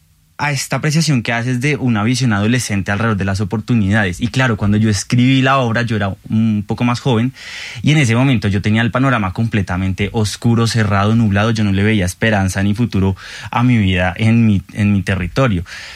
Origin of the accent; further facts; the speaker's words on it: Colombia; como sociedad colombiana tenemos un deseo por migrar